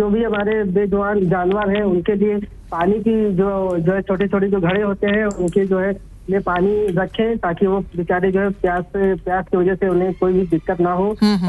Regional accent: Barabanki, Uttar Pradesh, India; now in Lucknow, India; वैसे मैं बाराबंकी का रहने वाला हूँ, वर्तमान समय में … लखनऊ से बात कर रहा हूँ।

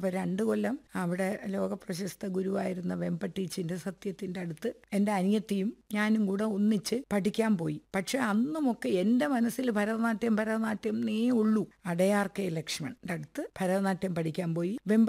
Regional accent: Thiruvananthapuram, Kerala, India; born there

